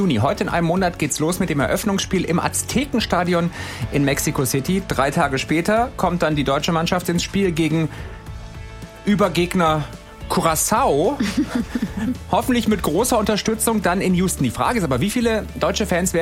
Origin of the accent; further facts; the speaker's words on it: Stuttgart, Baden-Württemberg, Germany; ich als Stuttgarter muss ja, ist ja klar.